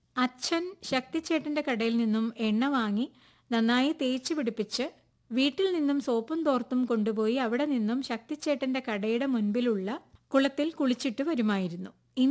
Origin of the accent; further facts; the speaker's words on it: Taliparamba, Kerala, India; also born or lived in Koothuparamba; അത് ഞാൻ കണ്ടിട്ടുള്ളത് തളിപ്പറമ്പ് കൂത്തുപറമ്പ് ഭാഗത്താണ്.